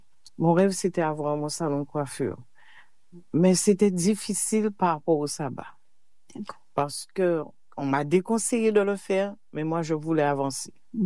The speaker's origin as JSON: {"language": "French", "town": "Petit-Canal", "country": "Guadeloupe", "tie": "born or raised there", "said": "Eh bien, petite fille, je suis guadeloupéenne. J'ai été élevée dans une petite commune de la Guadeloupe qui est la Petit Canal"}